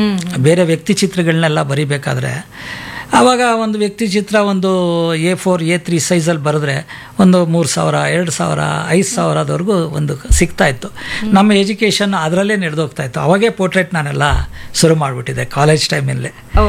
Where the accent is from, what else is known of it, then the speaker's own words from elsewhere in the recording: Tyamagondlu, Karnataka, India; ಕಾಮನ ಹಬ್ಬ ನಮ್ಮೂರಿನಲ್ಲಿ ತ್ಯಾಮಗೊಂಡ್ಲೂರಲ್ಲಿ ಕಾಮನ ಹಬ್ಬ ತುಂಬ ಫೇಮಸ್.